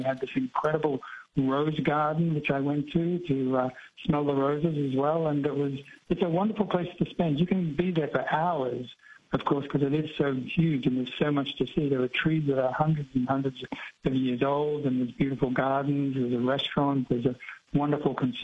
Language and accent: English; Rosebud, Victoria, Australia; also born or lived in Melbourne / Sydney; Being a boy from Australia, I grew up in Rosebud on the beach, and it's a little quiet as a young kid, and I couldn't wait to move into Melbourne, and then I lived in Sydney